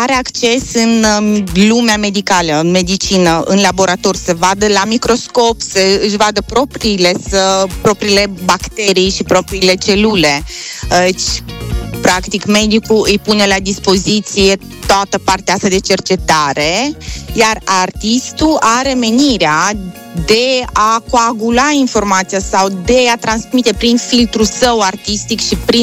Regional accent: Bălți, Moldova; moved away as an adult; now in Cluj-Napoca, Romania; Da, eu sunt din Republica Moldova, mulțumesc de întrebare. Am crescut la Bălți, am copilărit acolo, am venit la facultate la Cluj

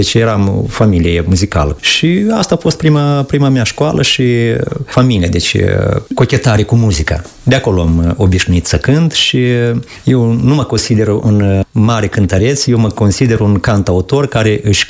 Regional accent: Vâșcăuți, Orhei District, Moldova; sunt de la Vâșcăuți Orhei, pe malul Nistrului, acolo am crescut

